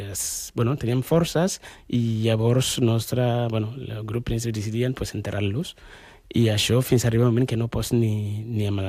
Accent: Ghana; also born or lived in Libya; now in Spain; no només venim gent de Ghana, venim gent de molts llocs

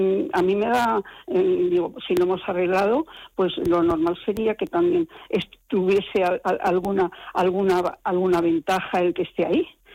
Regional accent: Madrid, Community of Madrid, Spain; somos de Madrid

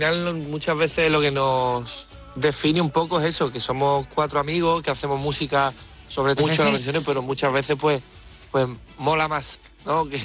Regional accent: San Fernando, Andalusia, Spain; Además, mira, yo soy de San Fernando, pero los tres componentes del grupo son de Barbate, que es un pueblo que está cerquita, y es súper diferente.

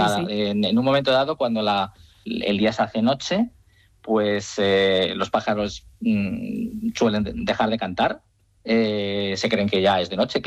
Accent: Turmiel, Castilla-La Mancha, Spain; Bueno, yo en mi pueblo, como te decía antes, en Turmiel, Guadalajara.

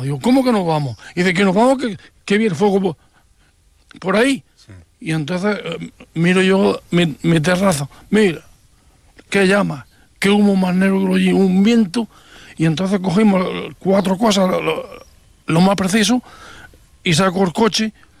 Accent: Río de Aguas, Andalusia, Spain; born there; Yo soy nacido en el Río de Agua, yo pertenezco a Sorba.

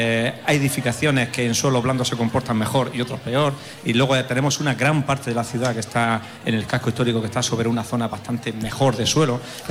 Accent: Galicia, Spain; ¿Me dejas que no conteste? Soy gallego

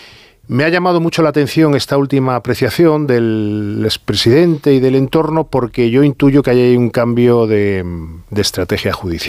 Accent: Spain; muchos de los que estamos aquí, como español

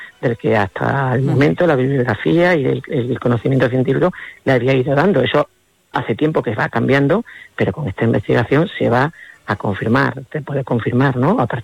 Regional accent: Extremadura, Spain; casi tanto más calor que el que hace en mi tierra aquí en Extremadura

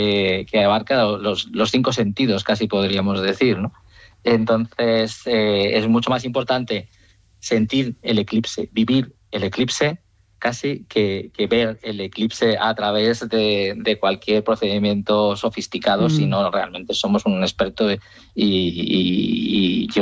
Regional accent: Turmiel, Castilla-La Mancha, Spain; Bueno, yo en mi pueblo, como te decía antes, en Turmiel, ¿sí? Guadalajara.

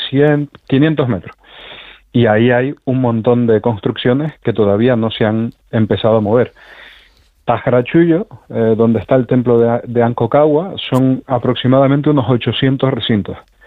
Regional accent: Canary Islands, Spain; soy canario, o sea, es que subimos y bajamos todos los días a las montañas. Las islas son muy, muy escarpadas y yo vivo en Tenerife y tenemos el Teide, son casi 4.000 metros.

